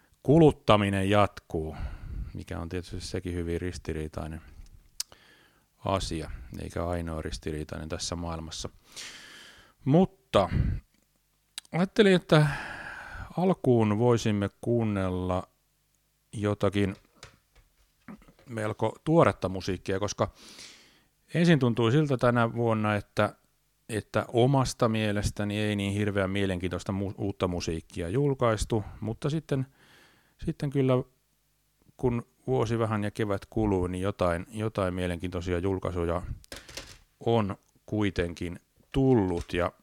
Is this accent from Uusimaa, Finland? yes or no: no; Tampere, Pirkanmaa, Finland; minä mainitsin aina, että olen Tampereelta, mutta en ole Tampereelta, vaan olen lentävän niemestä.